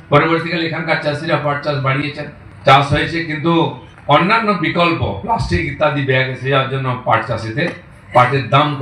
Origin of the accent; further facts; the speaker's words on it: Medinipur, West Bengal, India; born there; আমি আমার গ্রামে দেখেছি মেদিনীপুরে শন চাষ হতো